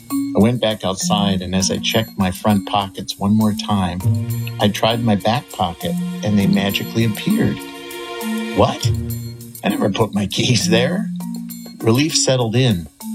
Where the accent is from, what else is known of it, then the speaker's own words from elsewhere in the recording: St. Paul, Minnesota, United States; No, I'm from the Twin Cities in St. Paul.